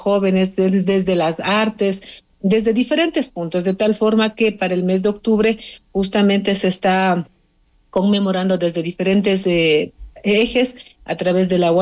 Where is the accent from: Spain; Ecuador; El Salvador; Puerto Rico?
Ecuador; Otavalo, Imbabura; Solamente aclarándote que no soy de Cotacachi. Es de Cotacachi, es un pueblo vecino, hermano nuestro, pero yo soy de Otavalo.